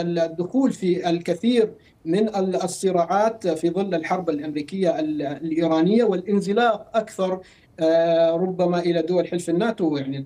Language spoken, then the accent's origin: Arabic; Syria; now in Paris, France; نحن كسوريين